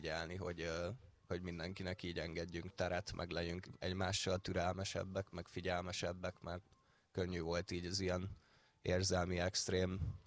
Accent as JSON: {"language": "Hungarian", "country": "Hungary", "said": "kiderült, hogy magyar vagyok"}